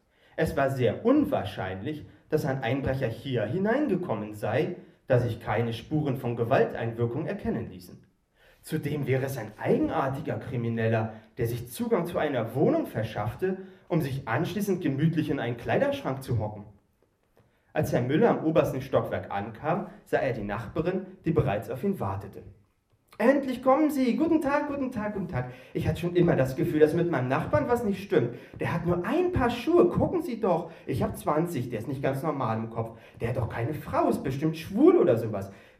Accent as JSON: {"language": "German", "town": "Erfurt", "region": "Thuringia", "country": "Germany", "also_born_or_lived": "Greifswald", "said": "Ich komme ja eigentlich aus Erfurt und war früher mal hier in Greifswald."}